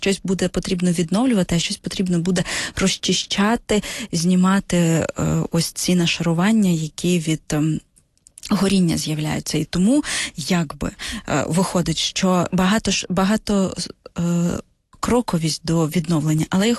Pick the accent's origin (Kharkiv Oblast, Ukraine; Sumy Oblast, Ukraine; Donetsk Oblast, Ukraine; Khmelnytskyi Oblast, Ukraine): Kharkiv Oblast, Ukraine; Kharkiv; я ж з Харкова